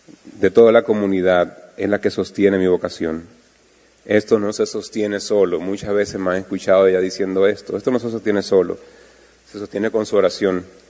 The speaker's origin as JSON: {"language": "Spanish", "town": "Enriquillo", "region": "Barahona", "country": "Dominican Republic", "tie": "born or raised there", "said": "Gracias también a toda la gente de mi tierra, de Enriquillo, que está aquí conmigo también"}